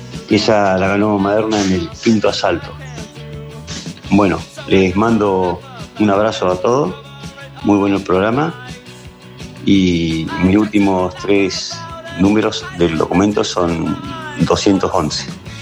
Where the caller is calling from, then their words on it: General Roca, Río Negro, Argentina; Soy de Río Negro, General Roca.